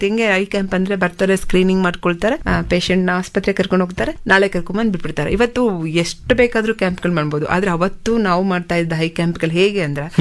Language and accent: Kannada; Mandya, Karnataka, India; born there; First ಪ್ರಾಥಮಿಕ ಶಿಕ್ಷಣದಿಂದ degree ತನಕ ನಾನು ಮಂಡ್ಯದಲ್ಲೇ ಮಾಡಿದ್ದು.